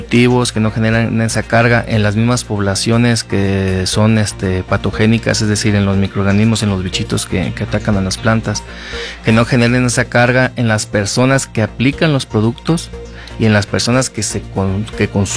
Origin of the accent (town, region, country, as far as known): Mexico